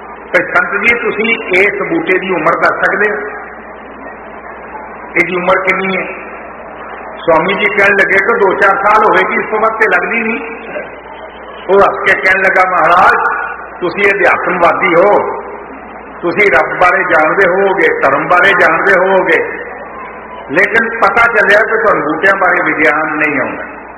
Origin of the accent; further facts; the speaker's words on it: Punjab, India; ਅਸੀਂ ਪੰਜਾਬ ਦੇ ਜੰਮ ਪਾਲਾ, ਸਾਡੀ ਬੋਲੀ ਪੰਜਾਬੀ